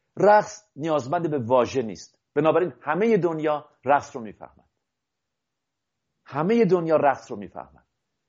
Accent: Iran; ما سرانجام پس از بیش از 40 سال به همه میگیم که من ایرانی هستم، پیش از این مخفی میکردیم، اسمهای خودمون رو عوض کرده بودیم

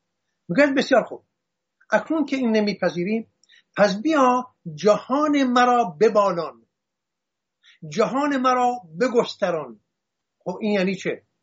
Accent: Hamadan, Iran; born there; در سنگ نبشتهی که در گنجنامه همدان زادگاه ما، زادگاه من برای ما به یادگار گذاشت

